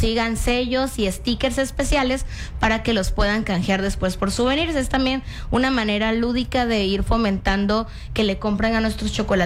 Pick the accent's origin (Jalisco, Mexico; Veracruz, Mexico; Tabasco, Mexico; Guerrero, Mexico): Tabasco, Mexico; todo lo que somos como tabasqueños